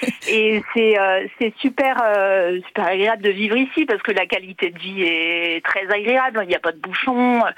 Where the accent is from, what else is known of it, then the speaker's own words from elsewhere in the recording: Auvergne-Rhône-Alpes, France; born there; moved away as an adult; now in Langlade-Brenoux, France; je suis née dans le Rhône.